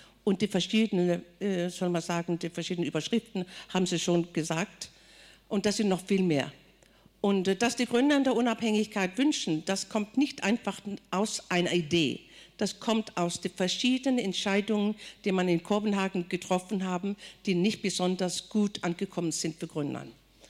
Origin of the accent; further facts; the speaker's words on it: Greenland; first language Greenlandic; German is a second language; da steht jetzt trotzdem immer noch Grönland drauf, aber ich bin ein dänischer Staatsbürger. Ich spreche Dänisch als meine zweite Sprache. Erste Sprache ist Grönländisch, das ist eine Inuit-Sprache.